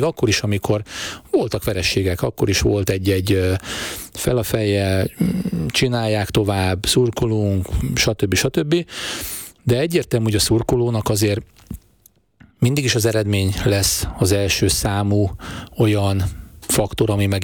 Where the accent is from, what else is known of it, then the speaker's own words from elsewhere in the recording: Pécs, Baranya, Hungary; moved away as an adult; now in Nyíregyháza, Hungary; én pécsi vagyok